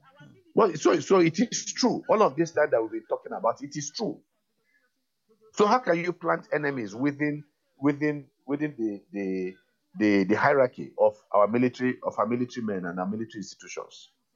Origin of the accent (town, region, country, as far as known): Nigeria